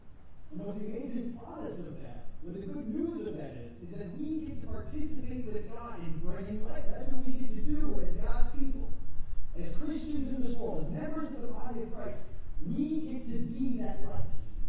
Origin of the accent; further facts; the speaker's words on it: Madison, Wisconsin, United States; I want to start by telling you that I grew up near Madison, Wisconsin. A little farmhouse, we had a farm ourselves. It was this old farmhouse.